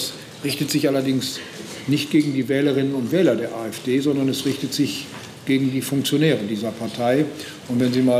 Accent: North Rhine-Westphalia, Germany; Daraus, ich komme aus dem Land Nordrhein-Westfalen.

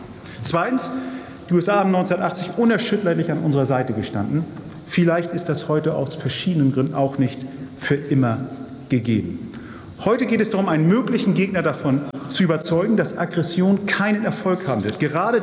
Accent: Hamburg, Germany; Als Hamburger, gestatten Sie das mal, weil ich den gleichen Wahlkreis vertrete wie Helmut Schmidt damals

